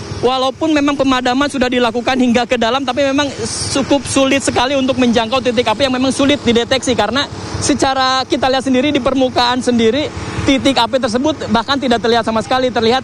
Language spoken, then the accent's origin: Indonesian; Java, Indonesia; saya sebagai orang Jawa yang pertama kali datang ke Kalimantan